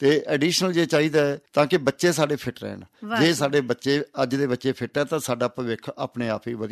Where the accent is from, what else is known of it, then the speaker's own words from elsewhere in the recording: Punjab, India; ਤਾਂ ਮੈਂ ਮੇਰੇ ਪਿੰਡ ਮੱਲ ਵਾਲੇ ਉਹਨਾਂ ਹੀ ਪੈਸਾ ਭੇਜਦਾ ਰਹਿੰਦਾ।